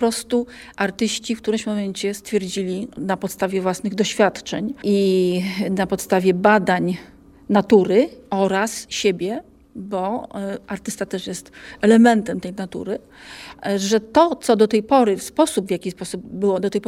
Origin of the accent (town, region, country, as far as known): Łódź, Łódź Voivodeship, Poland